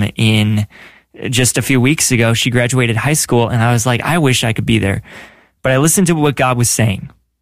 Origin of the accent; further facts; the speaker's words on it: Minnesota, United States; moved away as an adult; I'm from Minnesota and I moved here 3 months ago, not very long ago.